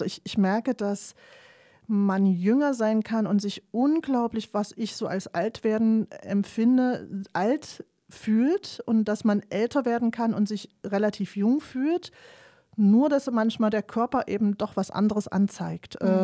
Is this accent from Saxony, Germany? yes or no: yes; Leipzig, Saxony, Germany; Also ich bin ja in der DDR groß geworden und hatte dadurch natürlich eine andere Prägung.